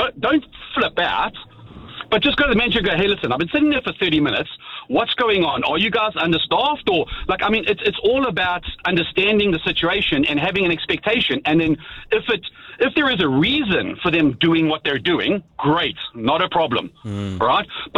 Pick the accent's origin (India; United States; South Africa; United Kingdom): South Africa; because I'm South African, I'm quite a, people say I'm aggressive. So I sound aggressive just because of the way that I speak.